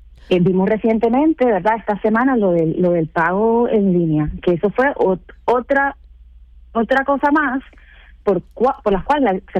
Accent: Puerto Rico

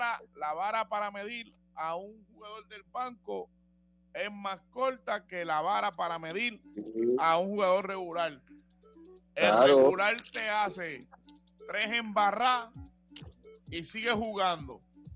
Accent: Cabo Rojo, Puerto Rico; yo soy de Cabo Rojo.

